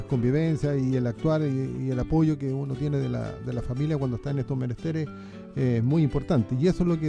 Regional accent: Chile

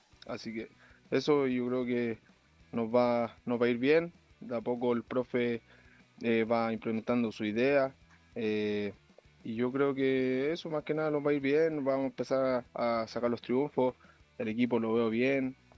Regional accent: Santiago, Santiago Metropolitan Region, Chile

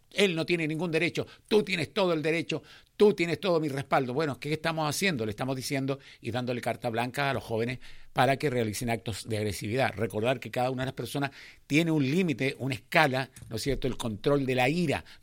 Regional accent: Chile; todos somos chilenos, bueno, sí, la mayoría somos todos chilenos

